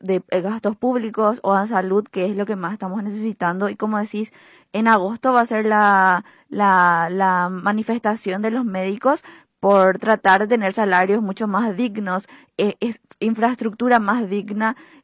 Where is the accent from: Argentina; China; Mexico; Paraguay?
Paraguay